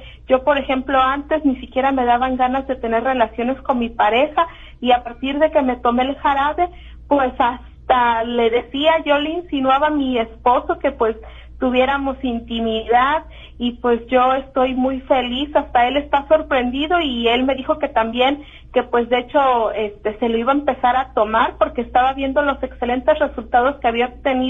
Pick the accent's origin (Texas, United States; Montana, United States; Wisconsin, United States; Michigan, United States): Texas, United States; Fort Worth